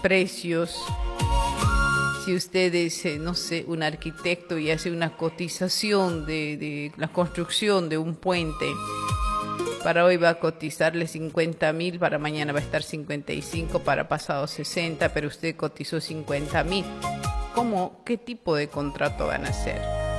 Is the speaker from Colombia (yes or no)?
no; Bolivia